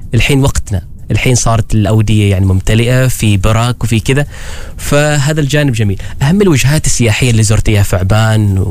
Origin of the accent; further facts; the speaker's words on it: Oman; واحنا شوي العمانيين عن لهجتنا تختلف عن لهجتكم